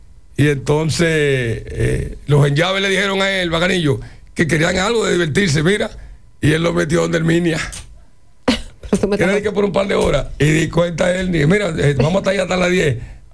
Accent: San Juan de la Maguana, San Juan, Dominican Republic; aunque tengo familia en Santiago, soy sanjuanero

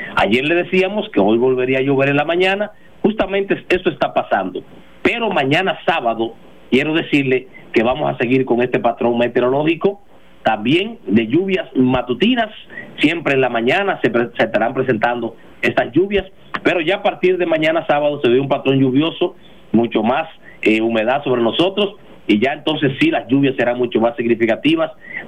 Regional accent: Monte Cristi, Dominican Republic; now in Santo Domingo, Dominican Republic; Montecristi, mi patria chica, allá en Montecristi, Manzanillo, Dajabón

